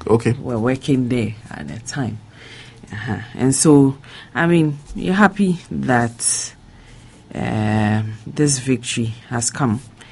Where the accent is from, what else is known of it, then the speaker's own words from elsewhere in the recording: Ghana; in my hometown